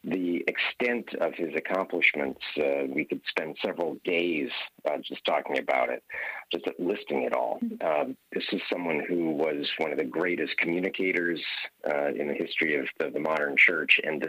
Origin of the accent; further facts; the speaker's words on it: Hawaii, United States; When I was a young boy growing up in Hawaii, because that's where I grew up